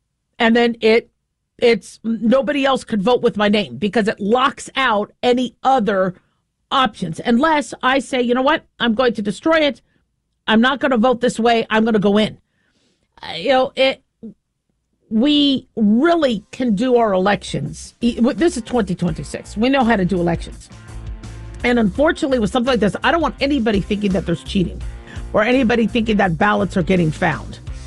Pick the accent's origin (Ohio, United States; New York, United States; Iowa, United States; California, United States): California, United States; I love my state. I'm from California. It's beautiful. I have family there.